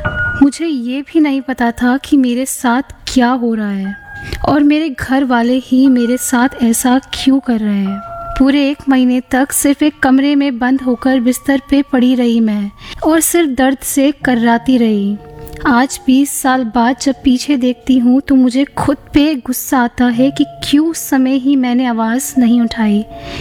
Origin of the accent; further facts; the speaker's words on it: Gujarat, India; मैं गुजरात की रहने वाली हूँ।